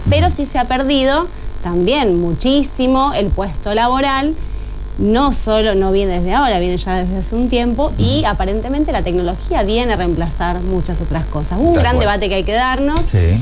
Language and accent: Spanish; Granadero Baigorria, Santa Fe, Argentina; Yo soy de Barrio San Miguel, de Granadero Baigorria, está muy cerquita ahí John Deere.